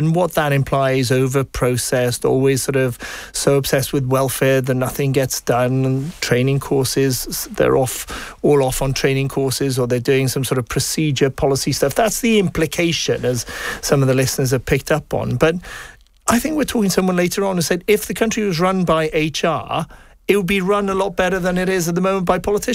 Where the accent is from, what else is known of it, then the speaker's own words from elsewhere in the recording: Wales, United Kingdom; Being Welsh, I'm conscious of not dropping my H because that comes quite naturally.